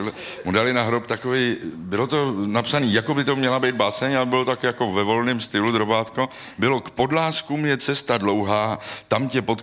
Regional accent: Debř, Central Bohemian Region, Czechia; U nás v Debři byl hezký, je to tragédie, že ten člověk se zabil na motorce.

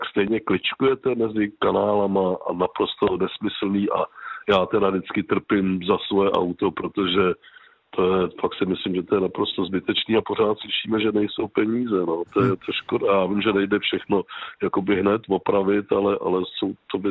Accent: Ústí nad Labem, Ústí nad Labem Region, Czechia; jsem Ústečák, narodil jsem se tady a bydlím tady celý život

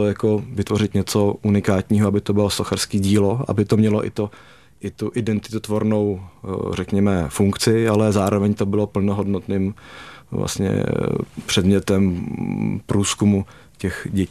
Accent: Prague, Czechia; Já třeba osobně jsem vyrůstal na Letný, takže jsem si hrál dole ve Strmovce ve Sputníku

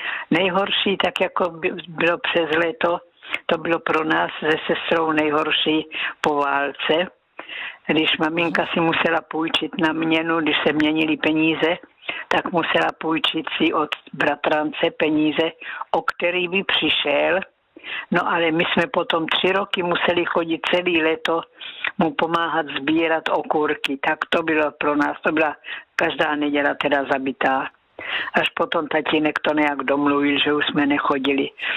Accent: Násedlovice, South Moravian Region, Czechia; now in Brno, Czechia; já jsem pocházím z Násedlovic

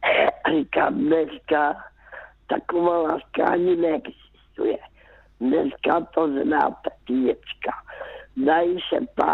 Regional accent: Karolinka, Zlín Region, Czechia; born there; já už jsem byla vdaná a jezdívala jsem zpátky do Karolíky, zpátky do mého rodiště.

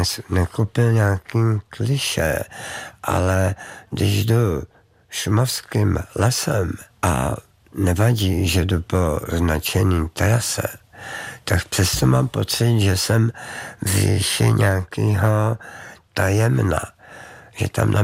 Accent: Cheb, Karlovy Vary Region, Czechia; Já jsem z Chebu, takže a jezdil jsem tam v létě s maminkou a v zimě s plzeňským strýcem lyžovat.

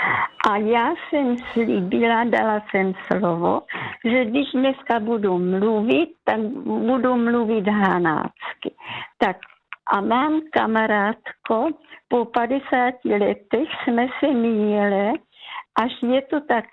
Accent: Olomouc Region, Czechia; accent: Hanak; Heli, poslouchám tě a vidíš, že mluvím hanácky.

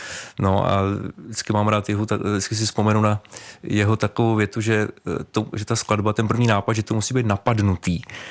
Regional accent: Hradec Králové, Hradec Králové Region, Czechia; Já jsem z Hradce Králové

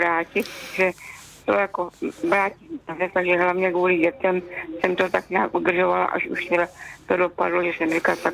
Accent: Svitavy, Pardubice Region, Czechia; also born or lived in Brno; my jsme teda Brňáci, že pak jsme se přestěhovali do Svíta po válce, jako táta byl textilák, takže tam se zaváděl hodně textil. Tak jsme se přestěhovali do Svíta, no a tím pádem já jsem tam i teda maturovala

